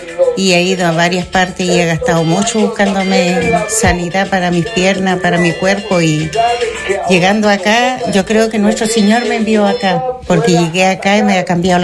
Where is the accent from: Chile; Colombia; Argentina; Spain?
Chile; Combarbalá, Coquimbo; Yo soy de acá de Conbarbalá.